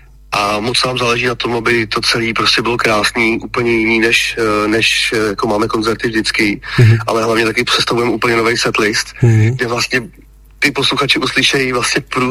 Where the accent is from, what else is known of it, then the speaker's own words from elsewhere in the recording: Vestec, Central Bohemian Region, Czechia; protože jsme vlastně kluci z Vestice a nikdy jsme nečekali, že takhle daleko to dotáhneme